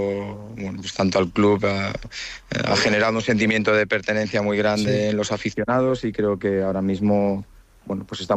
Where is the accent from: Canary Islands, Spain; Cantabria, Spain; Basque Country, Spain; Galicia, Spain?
Cantabria, Spain; Santander; la gente que somos de aquí, de Santander, que hemos mamado esto desde la base